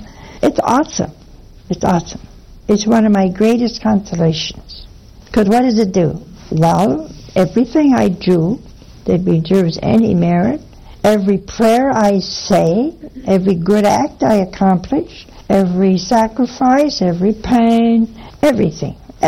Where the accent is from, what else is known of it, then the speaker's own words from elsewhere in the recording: Ohio, United States; well, my home state.